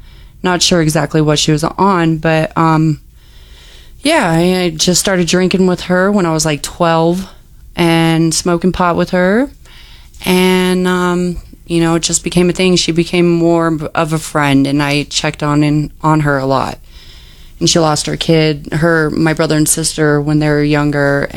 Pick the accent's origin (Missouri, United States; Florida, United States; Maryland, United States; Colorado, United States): Colorado, United States; Arvada; born or raised there; also born or lived in Denver, Colorado